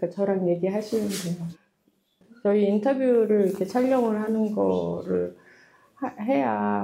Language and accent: Korean; South Korea; 저는 남한에서 온 기자예요.